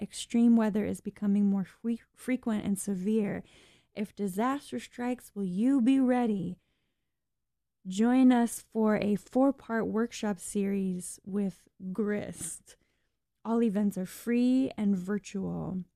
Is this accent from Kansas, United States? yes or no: yes; Kansas, United States; now in Chicago, United States; I'm from Kansas, so a tornado don't scare me none.